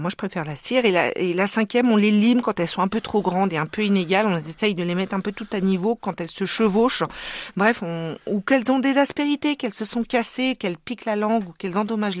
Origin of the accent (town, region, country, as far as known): France